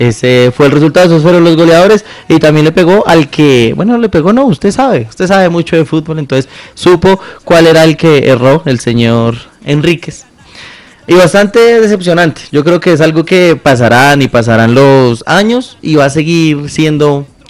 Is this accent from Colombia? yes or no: yes; Colombia; pero así somos los colombianos